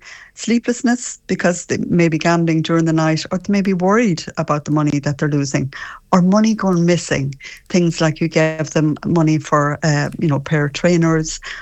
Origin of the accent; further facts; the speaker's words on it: Connacht, Ireland; Yeah, I'm from just outside Tourin, a little village called Shamwala, so it's such a pleasure to be on this morning.